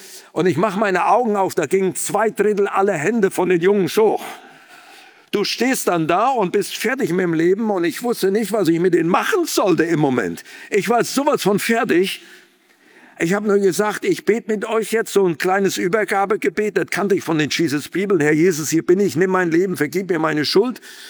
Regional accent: Berlin, Germany; wo kommst du her? Ja, ich sage, aus Berlin.

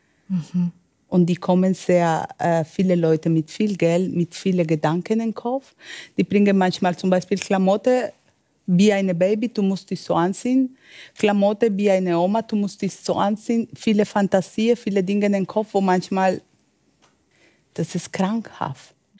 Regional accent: Medellín, Antioquia, Colombia; German is a second language; moved away as an adult; now in Germany; Ich komme aus Medellin.

